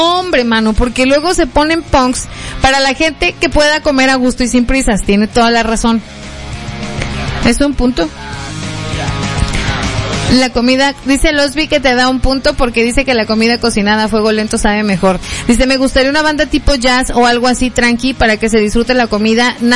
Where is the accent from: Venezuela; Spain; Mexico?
Mexico; Somos mexicanos y debe de picar la salsa. Entonces, si no, no somos mexicanos, ¿no?